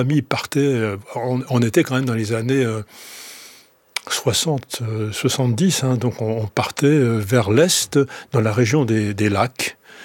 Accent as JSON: {"language": "French", "town": "Nancy", "region": "Grand Est", "country": "France", "tie": "born or raised there", "said": "Vivant à Nancy, étant lorrain, on a la chance d'être dans un milieu très forestier. C'est quand même le Grand Est, enfin la Lorraine. J'ai toujours un peu de mal à dire que je suis dans le Grand Est. Je préfère dire je vis en Lorraine."}